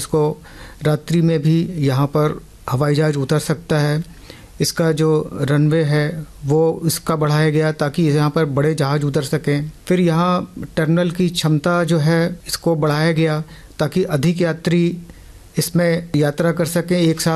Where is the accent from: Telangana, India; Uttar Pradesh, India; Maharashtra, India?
Uttar Pradesh, India; Varanasi; now in Ranchi, India; मैं वाराणसी उत्तर प्रदेश का रहने वाला हूं